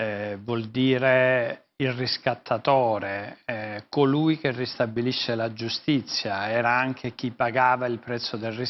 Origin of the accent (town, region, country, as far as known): Calabria, Italy